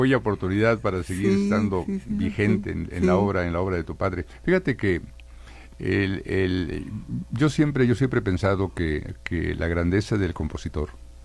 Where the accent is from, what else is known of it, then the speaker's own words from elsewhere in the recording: Mexico; Quizá nuestra música es de lo poco que tenemos muy propio y que nos conforta y que nos ayuda y que nos hace sentirnos con un gran sabor de pertenencia, ¿no? Como